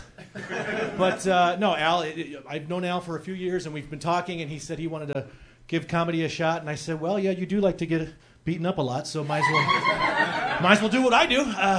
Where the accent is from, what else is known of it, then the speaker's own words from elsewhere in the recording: Naperville, Illinois, United States; No, I say I'm from Chicago, but I'm from Naperville, right? So, but I'm home, you know. But everywhere else we go, I'd say I'm from Chicago.